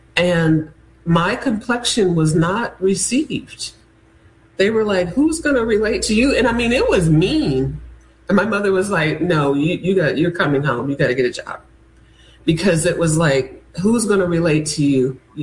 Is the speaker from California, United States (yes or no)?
no; Akron, Ohio, United States; also born or lived in Youngstown, Ohio; I'm from Ohio originally. Okay. I was born in Youngstown, raised in Akron, Ohio. Went to high school there.